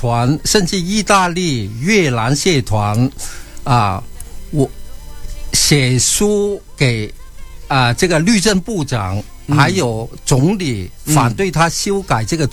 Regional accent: China; now in Australia; 我们中国人

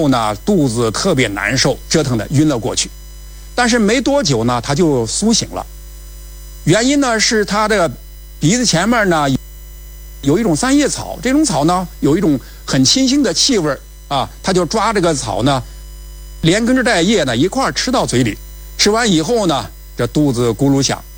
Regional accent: China

